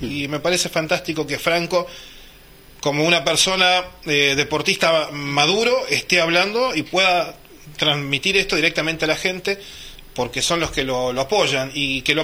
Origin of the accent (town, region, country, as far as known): Argentina